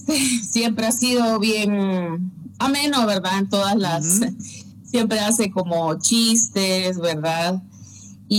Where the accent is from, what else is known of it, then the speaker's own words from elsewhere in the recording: Nicaragua; born there; Con mi mamá, pues, fuimos exiliadas y yo nací en Nicaragua en el 85. Yo tengo 41 años.